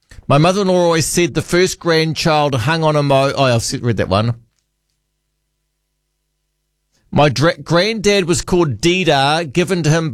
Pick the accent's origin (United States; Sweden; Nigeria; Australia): Sweden; English is a second language; I'm from Sweden.